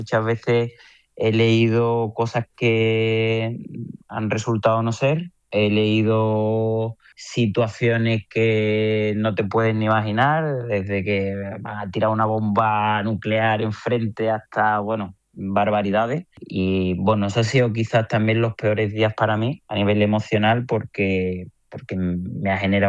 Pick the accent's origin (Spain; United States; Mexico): Spain; Como españoles, nosotros nos hemos criado desde bien pequeñitos primero con un modelo en los coles de educación física muy bueno